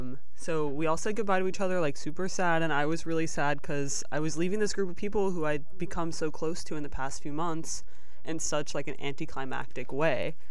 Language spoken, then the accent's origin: English; St. Louis, Missouri, United States; born or raised there; moved away